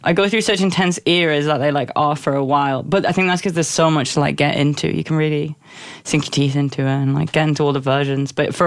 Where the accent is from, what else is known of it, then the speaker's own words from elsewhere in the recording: United Kingdom; I think also as a Brit.